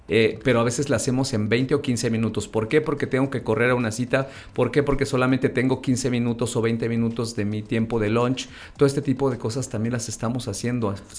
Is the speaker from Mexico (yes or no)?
yes; Mexico